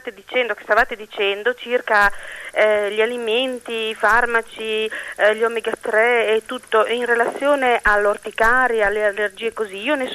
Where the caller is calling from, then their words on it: Ferrara, Emilia-Romagna, Italy; Io chiamo da Ferrara.